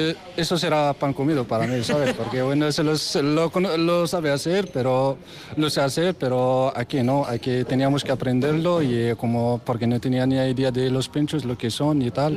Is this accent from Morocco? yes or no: yes; Morocco; Spanish is a second language; moved away as an adult; Egunon, sí, soy marroquí y bueno, y … soy marroquí, sí, claro.